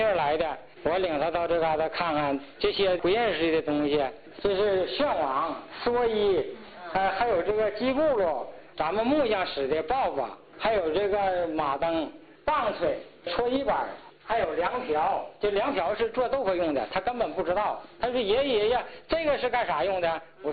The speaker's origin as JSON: {"language": "Chinese", "town": "Sunjia Village", "country": "China", "tie": "born or raised there", "said": "是，从小就在这边长大的。"}